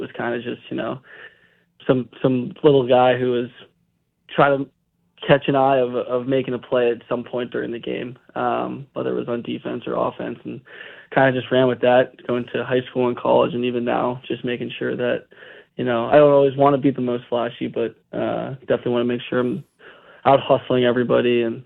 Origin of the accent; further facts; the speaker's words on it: Massachusetts, United States; I grew up in Massachusetts, stayed close for college, went to Boston College